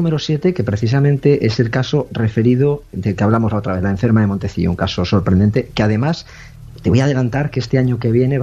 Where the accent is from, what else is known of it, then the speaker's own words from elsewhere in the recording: Miranda de Ebro, Castile and León, Spain; born there; Estoy en Miranda, Miranda de Ebro, mi ciudad natal, mi ciudad de residencia